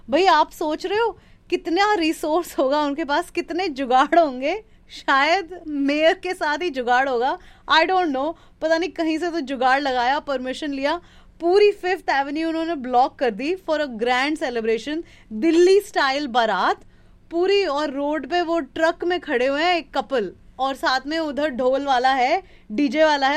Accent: West Bengal, India; वैसे मैं जिस फैमिली से बिलोंग करती हूँ, we are not outright musical family, लेकिन बंगालीज हैं, म्यूजिक चलता रहता है

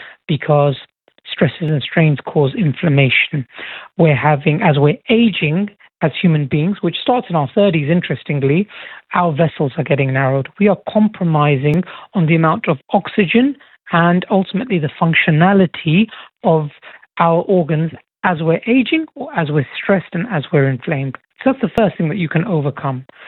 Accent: England, United Kingdom; moved away; I'm from England

